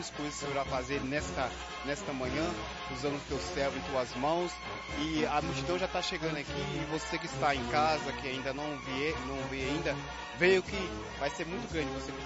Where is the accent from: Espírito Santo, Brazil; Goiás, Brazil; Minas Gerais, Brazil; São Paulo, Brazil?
Minas Gerais, Brazil; Rodeiro; sou da cidade de Rodeiro, Minas Gerais.